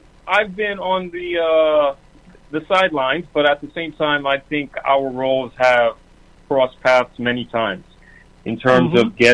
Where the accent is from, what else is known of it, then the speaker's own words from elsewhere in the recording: New York City, New York, United States; we grew up in Harlem